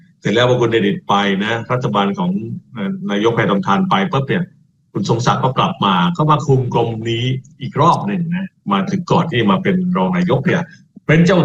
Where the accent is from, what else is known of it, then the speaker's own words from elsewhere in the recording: Yan Ta Khao, Trang, Thailand; เป็นตระกูลการเมืองเหมือนกันนะในระดับท้องถิ่นนะอยู่ที่ตรังนะและอยู่ที่บ้านเกิดผมนี่แหละย่านตะขาบด้วย